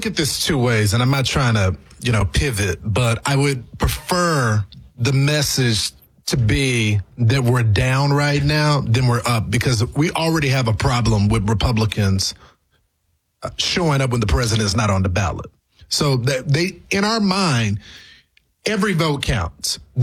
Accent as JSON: {"language": "English", "region": "Texas", "country": "United States", "said": "Really concerned about my home state of Texas"}